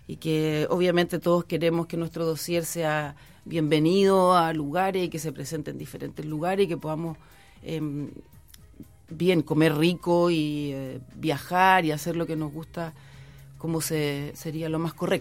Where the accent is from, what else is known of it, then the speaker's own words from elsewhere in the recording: Santiago, Santiago Metropolitan Region, Chile; moved away as an adult; now in Valparaíso, Chile; años acá viviendo, pero oriunda de Santiago.